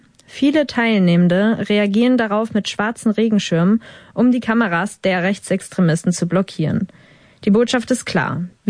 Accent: Khabarovsk, Khabarovsk Krai, Russia; Wir kommen eigentlich ursprünglich aus Chabarovsk.

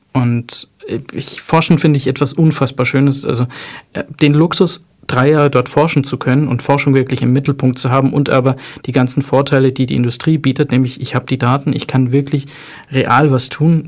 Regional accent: Tunisia

